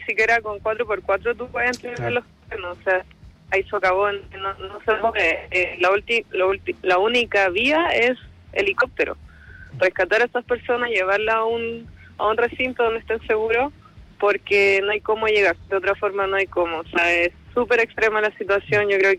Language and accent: Spanish; Chile; si somos los chilenos vamos a salir adelante de esto de alguna, sí, forma.